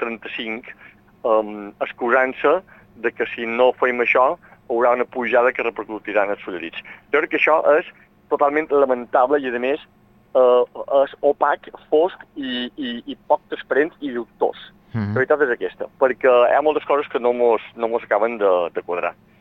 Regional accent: Balearic Islands, Spain; som veïnat de Vinyaraix

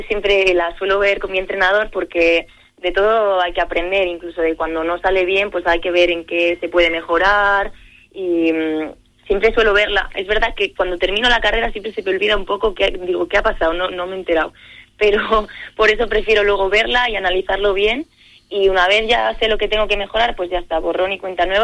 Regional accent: Medina del Campo, Castile and León, Spain; moved away as an adult; now in Salamanca, Spain; mis raíces están en Medina y siempre que puedo voy a visitar a mi familia o a pasar una temporada allí

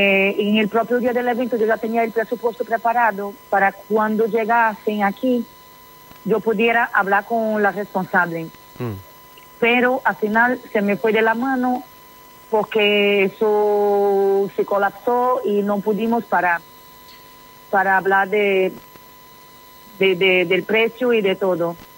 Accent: São Luís, Maranhão, Brazil; Spanish is a second language; now in Spain; Sí, soy de Brasil, pero bien. Hace 20 años que estoy aquí.

